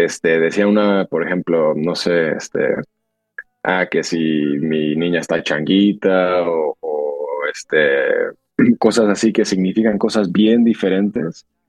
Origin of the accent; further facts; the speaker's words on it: McAllen, Texas, United States; moved away as an adult; also born or lived in San Antonio, Texas / Puerto Rico; now in Lehigh Valley, United States; Y yo crecí en Texas, crecí en la frontera de Texas, en una ciudad que se llama McAllen. Y de hecho allá le dicen el valle del Río Grande. Y ahora me mudé al valle de Lehigh Valley